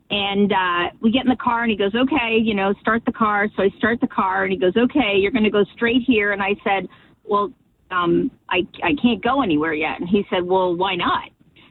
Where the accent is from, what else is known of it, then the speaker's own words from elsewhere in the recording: Quebec, Canada; now in Mount Laurel, United States; So I grew up in Canada